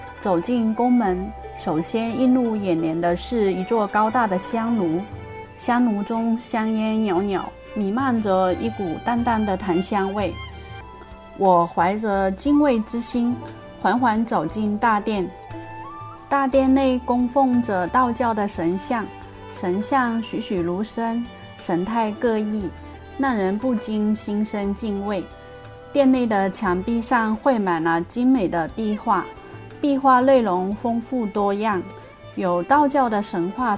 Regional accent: Taiwan; 。在台北时，若是周末无事，我喜欢约上一班朋友去爬山

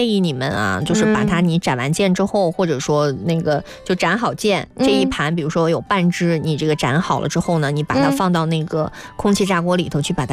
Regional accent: Guangdong, China; 咱们广东人一说你就能知道大概味道是什么样了

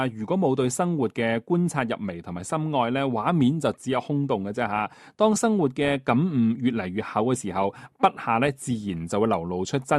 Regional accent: Guangdong, China; 我们老广

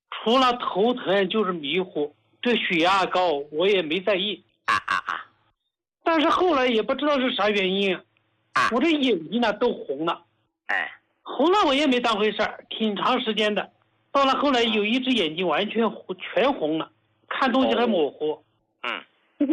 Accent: Hubei, China; 我是湖北人，

